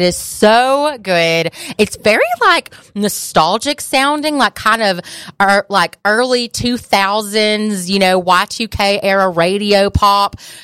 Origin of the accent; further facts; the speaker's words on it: Birmingham, Alabama, United States; Anyway, we're from Birmingham, obviously.